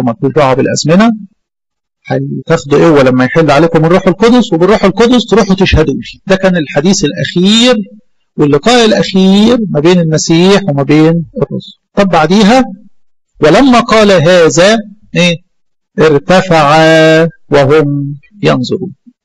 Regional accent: Egypt; الجبال عندنا في مصر

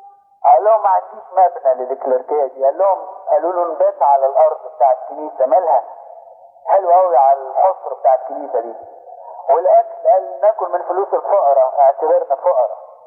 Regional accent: Egypt; انما التاريخ عندنا في مصر هنا

